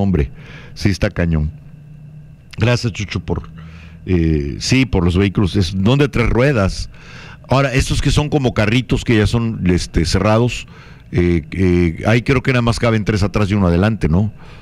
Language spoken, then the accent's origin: Spanish; Tabasco, Mexico; esa buena onda que somos los tabasqueños